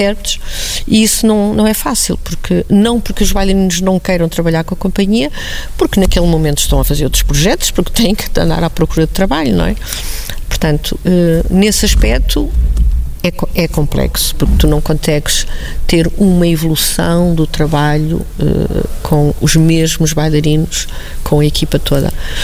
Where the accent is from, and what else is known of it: Viana do Castelo, Norte, Portugal; born or raised there